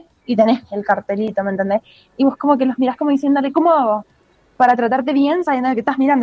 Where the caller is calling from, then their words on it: Maipú, Argentina; de Maipú.